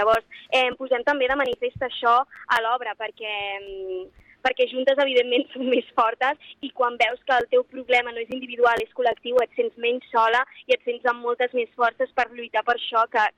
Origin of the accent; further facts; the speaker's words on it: Vilanova i la Geltrú, Catalonia, Spain; jo estic molt contenta de venir a Sitges, perquè jo soc de Vilanova i la Geltrú.